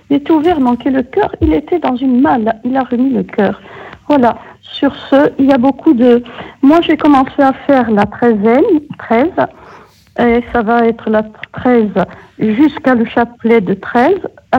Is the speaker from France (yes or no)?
yes; Corsica, France; comme on disait chez nous en Corse, à church.